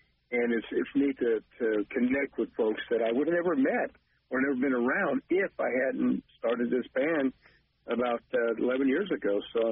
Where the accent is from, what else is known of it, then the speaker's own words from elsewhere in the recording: Bakersfield, California, United States; I had the cover band in my hometown of Bakersfield, California